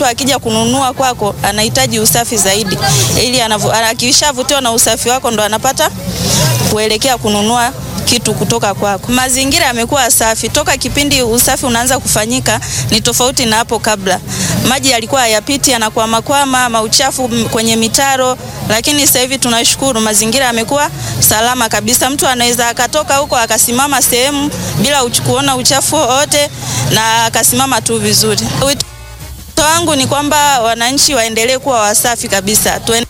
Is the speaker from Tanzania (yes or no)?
yes; Ilemela, Mwanza, Tanzania; natokea Mwanza Ilemela.